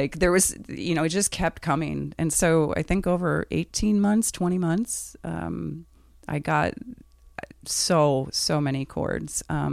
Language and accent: English; United States